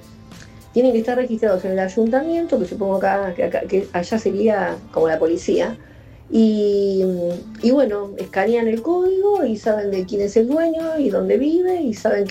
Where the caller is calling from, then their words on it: Buenos Aires, Argentina; de Villa Lugano, de la peluquería Mira en Argentina.